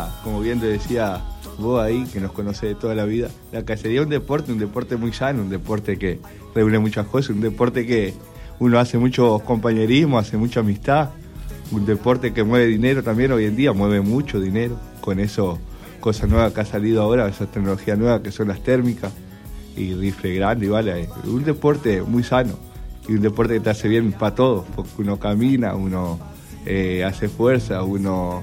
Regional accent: Uruguay; como todos somos buenos uruguayos

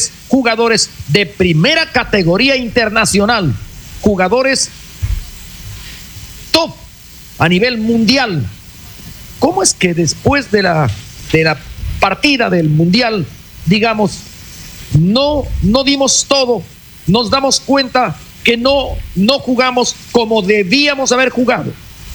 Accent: Ecuador

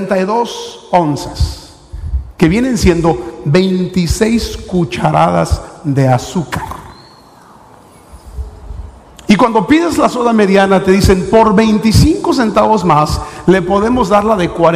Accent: Sonora, Mexico; moved away as an adult; now in United States; yo soy de Sonora y los burritos de Sonora pues son chiquitos

